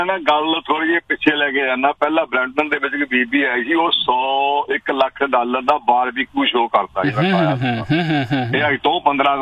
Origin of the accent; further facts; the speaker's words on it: Punjab, India; now in Canada; ਭਾਈ ਵੀਰੋ ਇਹ ਜਿੱਦਾਂ ਨਾ ਪੰਜਾਬ ਚੋਂ ਦੁਖੀ ਹੋ ਕੇ ਅਸੀਂ ਇੱਥੇ ਆਏ ਗੌਰਮੈਂਟਾਂ ਤੋਂ, ਤੇ ਉਹੀ ਕੰਮ ਨੀ ਇੱਥੇ ਫੜ ਲਿਆ